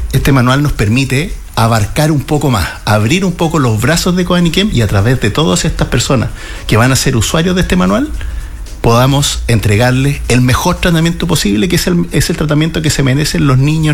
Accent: Hualañé, Maule, Chile; comentaba yo que yo sí, muy orgullosamente soy de Gualañé, así que voy a ocupar un ejemplo de mi tierra.

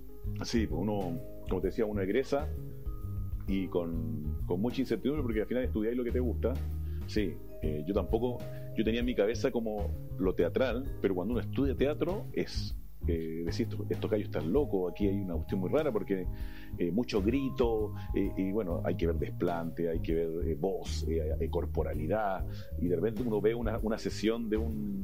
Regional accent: Arica, Arica y Parinacota, Chile; also born or lived in Antofagasta; Soy nortino, vengo de Arica, mi padre ariqueño, mi madre antofagastina. Nací en Antofagasta.

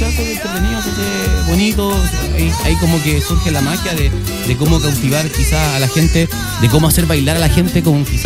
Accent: Chile; nosotros como chilenos tenemos la cumbia en el ADN.

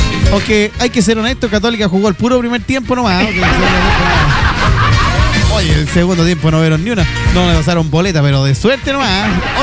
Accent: Chile

